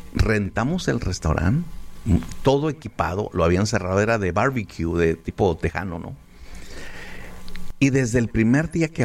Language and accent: Spanish; San Luis Potosí, Mexico; tenemos que abrir una iglesia en mi pueblito o campus San Luis Potosí.